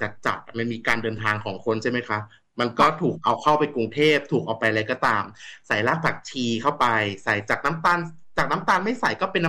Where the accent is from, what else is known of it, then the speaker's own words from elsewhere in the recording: Rayong, Thailand; born there; accent: slight Rayong twang (เหน่อ); หนูก็บอกว่าฉันอยู่ระยองมาตั้งนานฉันยังแทบไม่ได้คนได้ยินคนพูดฮีเลย